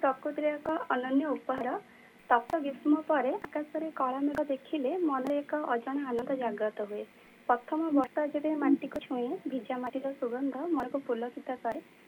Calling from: Jagatsinghpur, Odisha, India; Hello ma'am, ପ୍ରଣାମ … ଜଗତସିଂହପୁରରୁ।

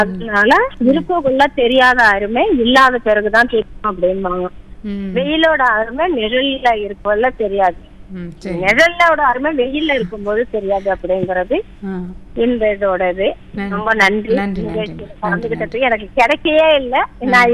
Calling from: Karaikal, Puducherry, India; Karaikal madam.

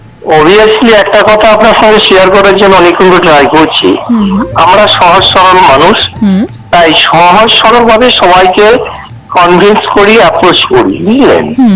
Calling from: Ilambazar, West Bengal, India; আমি পশ্চিমবঙ্গের বীরভূম জেলার অন্তর্গত ইলামবাজার নিকট ঘুরিষে গ্রাম থেকে

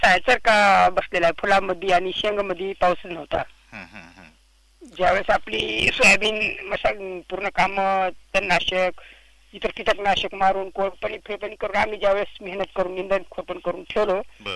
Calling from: Khandgaon, Maharashtra, India; नांदेड माझा जिल्हा, नायगाव माझा तालुका आणि खंडगाव माझे गाव.

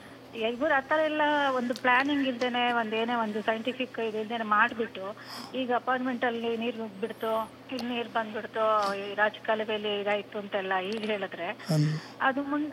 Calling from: Hassan, Karnataka, India; Sir, ಹಾಸನದಿಂದ.

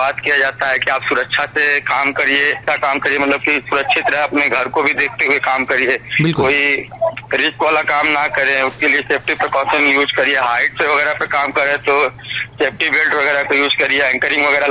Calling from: Fatehpur district, Uttar Pradesh, India; मैं फतेहपुर डिस्ट्रिक्ट का रहने वाला हूँ, उत्तर प्रदेश का।

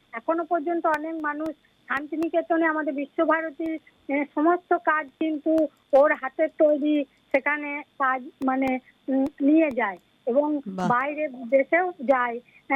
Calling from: West Bengal, India; আমি বাহিরে বীরভূম থেকে

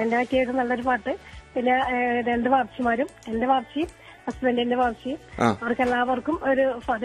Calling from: Aluva, Kerala, India; ആലുവ കുന്നത്തേരിയിലാണ് വീട്.

